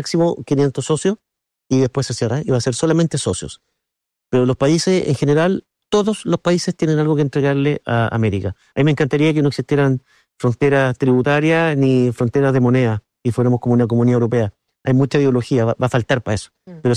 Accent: Chile; después me miraba el ombligo nomás como buen chileno

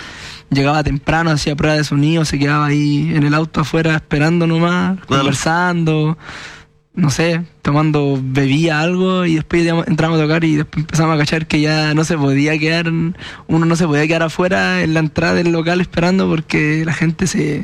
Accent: San Bernardo, Santiago Metropolitan Region, Chile; O sea, vivo ahora en una parte. O sea, ¿sabían que era de San Bernardo?

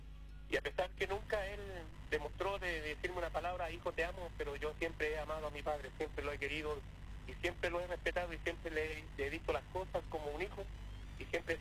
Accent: Florida, Chile; born there; nosotros nacimos en el campo, Paulita. Yo nací en Florida.

